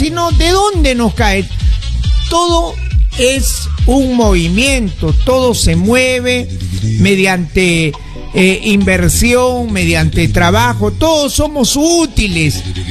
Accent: Peru; now in Lima, Peru; yo vengo de un pueblito muy alejado. Yo soy de la tierra de Tulio Losas. Y vengo de un caserío llamado el caserío de Huancancallay. Y me siento bien. He vivido, he trabajado, he laborado en La Lema.

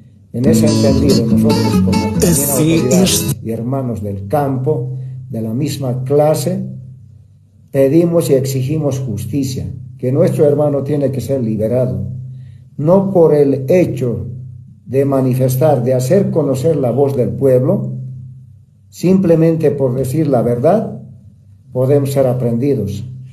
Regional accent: Bolivia; Nosotros también somos bolivianos

